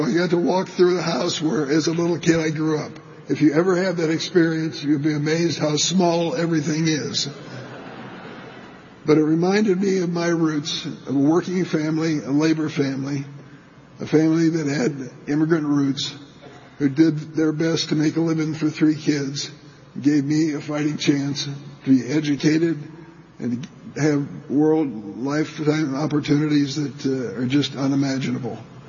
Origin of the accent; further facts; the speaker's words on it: East St. Louis, Illinois, United States; Yesterday, I went down to the house I grew up in East St. Louis, 484 North 29th Street.